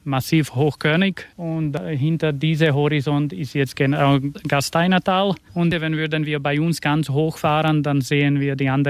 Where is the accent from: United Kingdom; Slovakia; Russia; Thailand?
Slovakia; now in Austria; Bei uns in der Slowakei